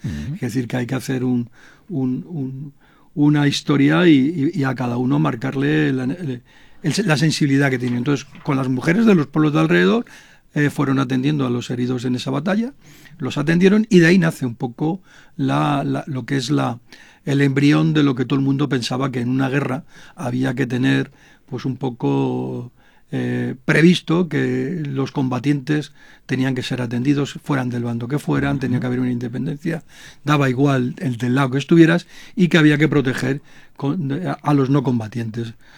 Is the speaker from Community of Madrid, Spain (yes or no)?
yes; Madrid, Community of Madrid, Spain; La gente que somos de Madrid, no se nos puede olvidar la calle Fúcar, en la calle Huertas